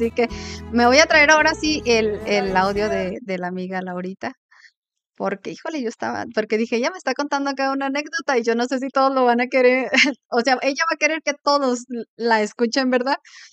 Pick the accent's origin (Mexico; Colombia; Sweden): Mexico; Chihuahua; now in United States; yo soy del estado de Chihuahua, ¿verdad? Y en allá, en mi tierra, pues no se usa.